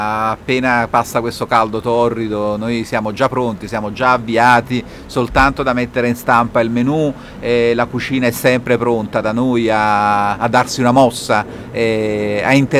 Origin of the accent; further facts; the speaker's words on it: Campania, Italy; E parliamoci chiaramente, noi siamo napoletani, siamo abituati a mangiare bene